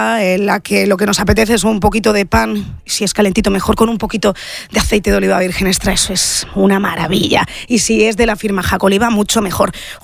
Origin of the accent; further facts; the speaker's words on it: Extremadura, Spain; nuestra tierra de Extremadura.